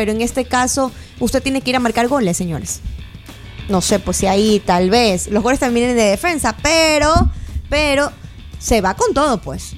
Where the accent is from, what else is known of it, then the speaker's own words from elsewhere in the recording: Ecuador; somos ecuatorianos